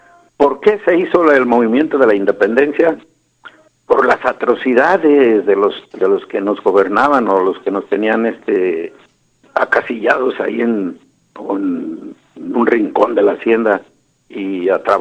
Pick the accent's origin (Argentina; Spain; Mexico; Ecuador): Mexico